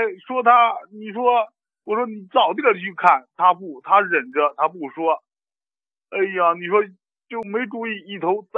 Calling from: Xingtai, Hebei, China; 我是这个邢台南河的，

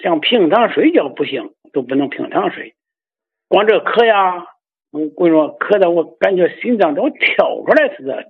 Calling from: Xingtai, Hebei, China

